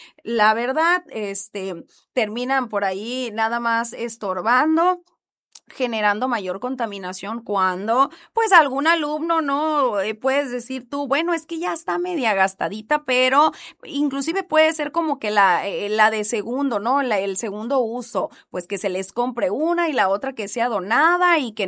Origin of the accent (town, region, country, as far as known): Mexico